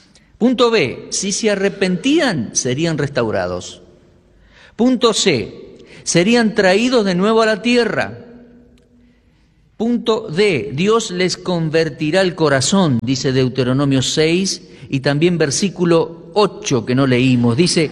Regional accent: Argentina; nosotros como argentinos

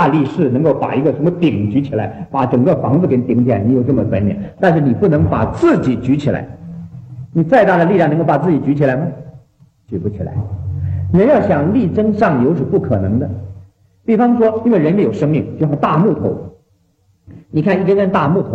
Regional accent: China

